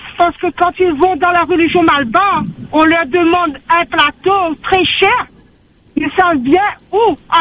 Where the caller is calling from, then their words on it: France; le pape arrive chez nous en France